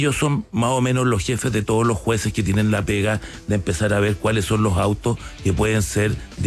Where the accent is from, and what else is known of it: Chile